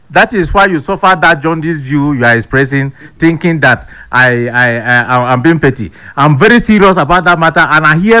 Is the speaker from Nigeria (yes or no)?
yes; Nigeria; I'm a Nigerian.